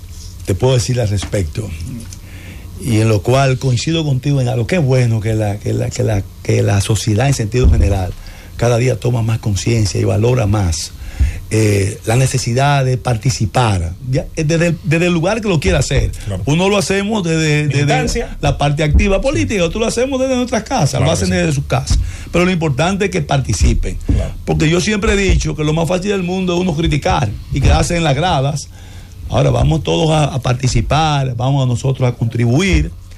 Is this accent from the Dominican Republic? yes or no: yes; Dominican Republic; todavía aquí en República Dominicana nosotros tenemos que darle la gracia que vivimos en un país con una estabilidad económica